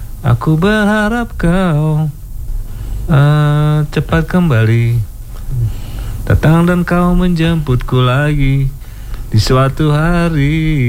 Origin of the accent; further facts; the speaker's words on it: Jakarta, Indonesia; born there; Gue sih emang orang Jawa. Bapak ibu gue Jawa. Ibu Solo, bapak Jember. Cuma gue lahir di Jakarta, jadi Betawi, jadi Betokau gitu.